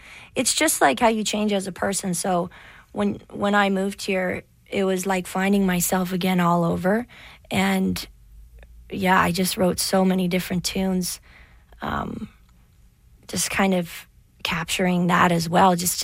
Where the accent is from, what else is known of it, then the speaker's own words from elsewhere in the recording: St. Albert, Alberta, Canada; moved away as an adult; Well, I'm from Edmonton, St. Albert, actually. And I moved here 4 years ago to chase my dreams.